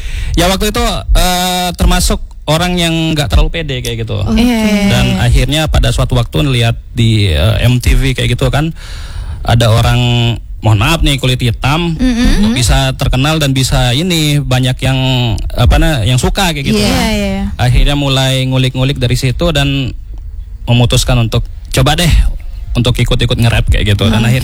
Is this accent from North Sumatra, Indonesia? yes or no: no; West Nusa Tenggara, Indonesia; itu benar-benar apa ya, yang ngundangnya itu emang desa saya kayak gitu. Saya lahir di sana, saya besar di sana. Setelah kebetulan ada satu lagu saya bahasa Lombok itu meledak di sana.